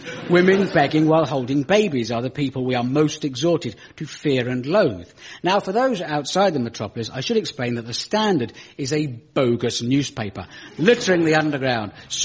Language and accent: English; United Kingdom; But it's very easy for me as a British citizen secure in my own state to cry a pox on all nationalism.